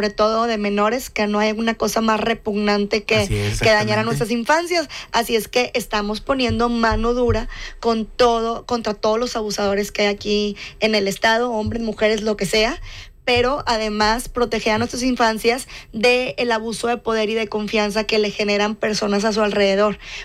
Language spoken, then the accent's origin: Spanish; Nuevo León, Mexico; como muchas mujeres que hay aquí en nuestro estado